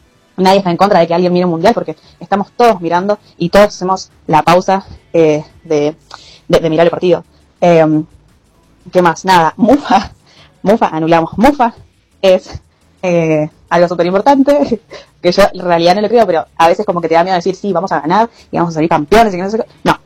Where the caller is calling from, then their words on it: Buenos Aires, Argentina; yo vivo en Capital Federal, exactamente en Montserrat, a unas cuadras del obelisco.